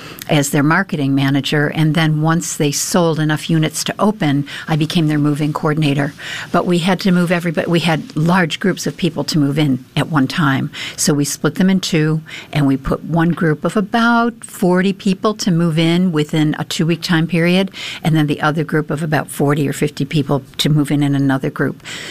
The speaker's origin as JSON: {"language": "English", "country": "Ireland", "said": "Well, I think, first of all, I'm Irish, and, you know, we're connected in so many ways, mind, body, and soul."}